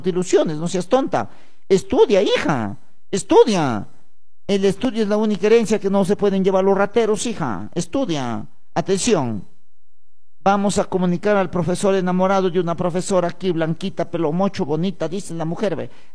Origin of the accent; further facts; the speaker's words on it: Huancabamba Province, Piura, Peru; now in Huamachuco, Peru; yo no soy de aquí, siervos, no tengo voz ni cara de ser de aquí. ¿Ya? Sí, siervos. Yo soy de la provincia de Huancabamba. Mi tierra se llama Cachacoto, siervos, ¿ya? Cerca de Toluces, Sondorillo.